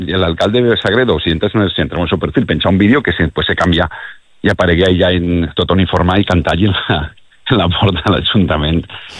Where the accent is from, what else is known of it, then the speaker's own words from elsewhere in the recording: Valencian Community, Spain; Jo soc de Benamocil.